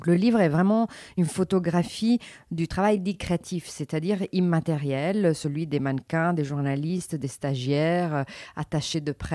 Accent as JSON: {"language": "French", "country": "Italy", "said": "je suis italienne"}